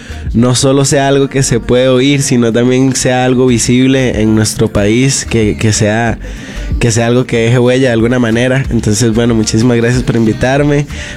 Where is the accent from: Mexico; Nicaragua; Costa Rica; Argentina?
Costa Rica; dejamos de usar palabras de nuestro país y dejamos como de hablar como nosotros hablábamos. Entonces eso hizo que perdiéramos un poco esa identidad que nos hace conectar como costarricenses.